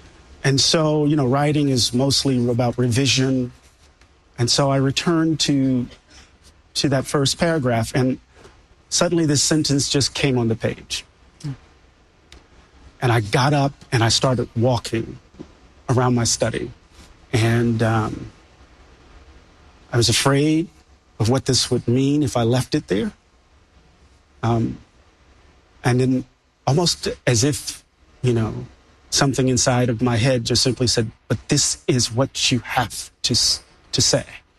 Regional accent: Mississippi, United States; Maybe it's because I'm from Mississippi.

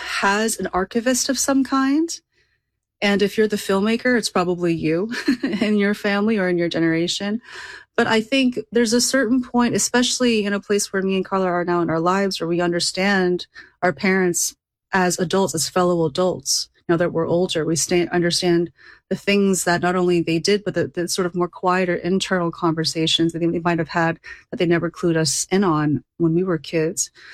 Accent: Sugar Land, Texas, United States; now in New York, United States; I grew up in Sugar Land. Sugar Land is right next to Missouri City.

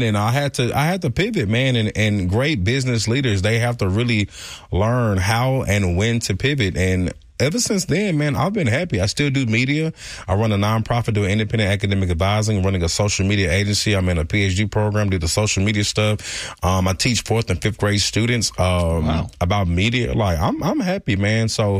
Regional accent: Dallas, Texas, United States; moved away as an adult; now in Houston, United States; I am from Dallas, Texas. I'm from Oak Cliff.

